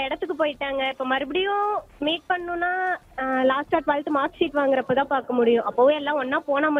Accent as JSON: {"language": "Tamil", "town": "Karattupalayam", "region": "Tamil Nadu", "country": "India", "said": "Karattupalayam, Tiruchengode."}